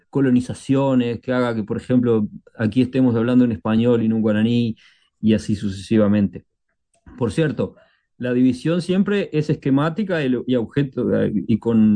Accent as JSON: {"language": "Spanish", "country": "Uruguay", "said": "uno va a Buenos Aires y no es distinguido como uruguayo"}